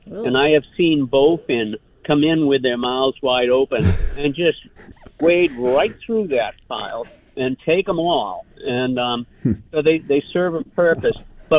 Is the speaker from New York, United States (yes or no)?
no; Killington, Vermont, United States; I'm from Killington, but I have a home up on Lake Champlain off of the west shore of Isle of Mott.